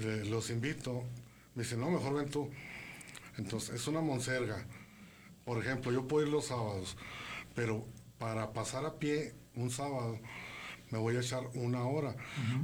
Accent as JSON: {"language": "Spanish", "town": "Ciudad Juárez", "region": "Chihuahua", "country": "Mexico", "said": "Le dije, de Juárez, México."}